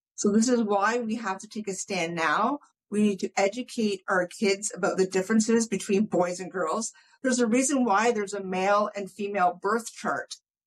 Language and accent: English; Canada; I'm actually looked at as a Canadian hero now